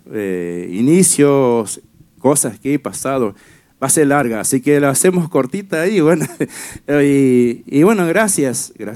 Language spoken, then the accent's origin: Spanish; Añatuya, Santiago del Estero, Argentina; Para nosotros, que somos de Ñatuya, de Santiago.